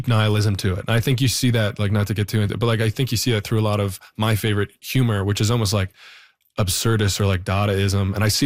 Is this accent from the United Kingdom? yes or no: no; Canada; accent: Canadian; now in New York, United States; I think, my accent was why, because I couldn't hit the abouts. I think that there's a, it was fun that he's the newcomer and that he's very sweet. And I think that that's kind of how I felt moving to New York